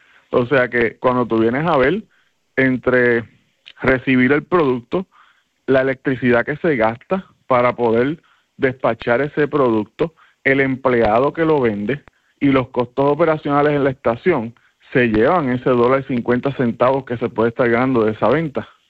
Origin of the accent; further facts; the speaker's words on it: Ponce, Puerto Rico; Sí, yo soy de Ponce.